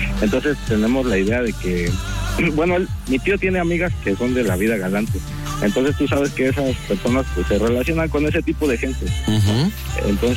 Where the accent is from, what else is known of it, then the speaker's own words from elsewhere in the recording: Chiapas, Mexico; now in Mitla, Mexico; Soy originario de Chiapas, pero me vine a trabajar acá y conocí unos amigos. Aparte, tengo familia aquí, entonces pues, me gustó el ambiente y ya me quedé.